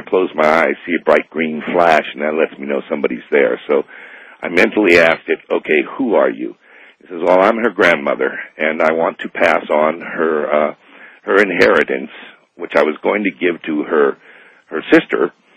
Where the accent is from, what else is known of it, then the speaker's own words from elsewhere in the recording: Quartzsite, Arizona, United States; now in Los Angeles, United States; from Quartzsite, Arizona, listening to you from Los Angeles, 640.